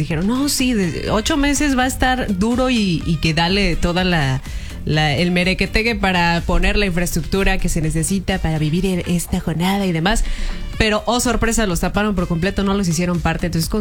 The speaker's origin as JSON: {"language": "Spanish", "country": "Mexico", "said": "Es un mundial en México y los invitados no somos los mexicanos, sino son los foráneos."}